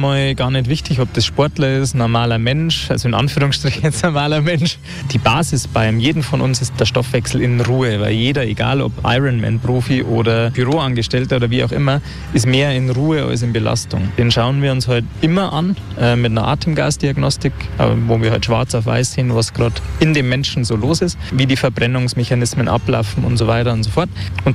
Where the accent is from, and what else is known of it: Bad Tölz, Bavaria, Germany